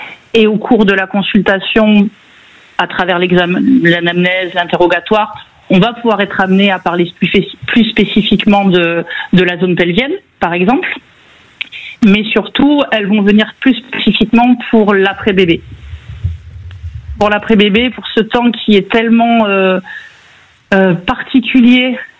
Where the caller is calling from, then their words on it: Nouvelle-Aquitaine, France; comme je viens du Pays Basque, le coffret piment m'a fait beaucoup rire.